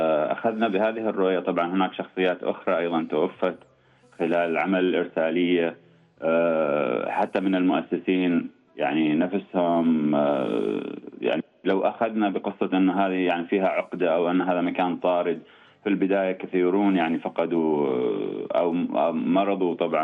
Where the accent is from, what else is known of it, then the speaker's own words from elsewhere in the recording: Oman; لنا كعمانيين